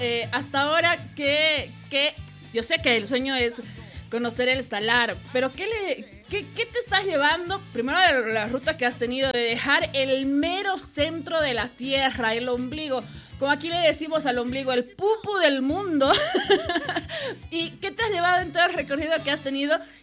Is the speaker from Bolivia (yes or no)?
yes; Bolivia; te lo digo como boliviana, bienvenida a mi tierra, bienvenido a mi país